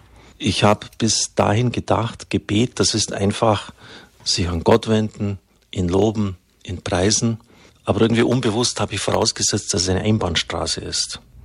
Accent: Bavaria, Germany; Das war eine ländliche Idylle, ungefähr 25 Kilometer südwestlich von Augsburg bin ich aufgewachsen.

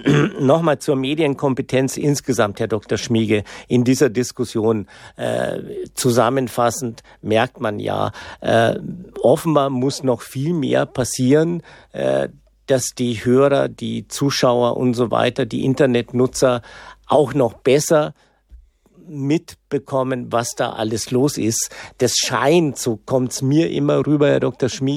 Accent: Bad Griesbach im Rottal, Bavaria, Germany; ich bin ja in Bad Griesbach im Rottal geboren, im Landkreis Passau.

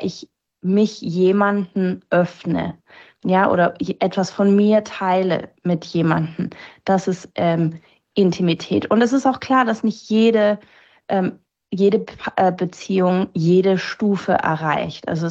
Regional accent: Germany; als Deutsche.

